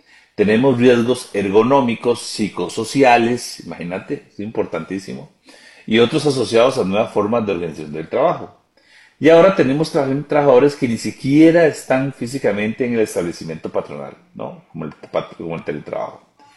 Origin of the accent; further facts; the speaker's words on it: Costa Rica; nosotros como ticos, siempre estamos asegurados por el seguro social.